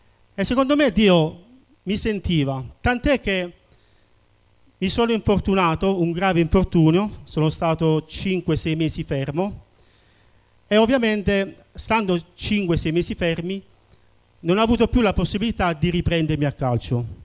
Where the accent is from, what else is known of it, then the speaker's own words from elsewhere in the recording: Manfredonia, Apulia, Italy; ho 55 anni e sono di Manfredonia.